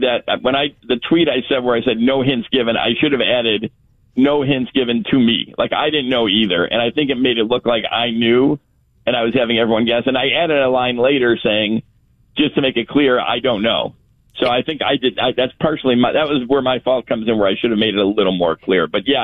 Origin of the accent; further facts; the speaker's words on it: Flossmoor, Illinois, United States; I grew up in Flossmoor, the great South Suburban region there